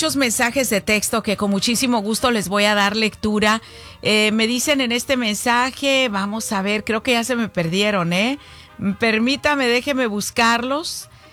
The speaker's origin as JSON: {"language": "Spanish", "town": "Zacualco de Torres", "region": "Jalisco", "country": "Mexico", "tie": "born or raised there", "moved": "yes", "said": "cuando yo estaba allá en mi pueblo en Zacualco de Torres, Jalisco."}